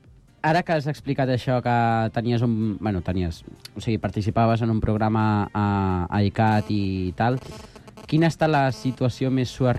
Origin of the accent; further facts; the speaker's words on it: Sant Cugat del Vallès, Catalonia, Spain; i jo sóc de Sant Cugat.